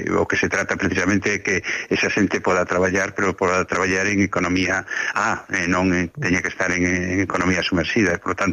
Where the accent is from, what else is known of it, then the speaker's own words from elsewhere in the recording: Galicia, Spain; en el caso de Galega, que fuimos una comunidad eminentemente migrante hasta ahora